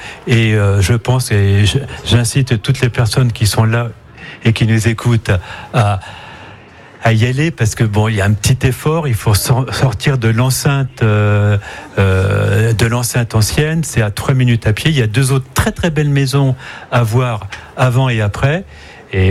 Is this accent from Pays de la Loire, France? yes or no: yes; Le Mans, Pays de la Loire, France; now in Paris, France; moi je suis originaire du Mans, mais on est parisien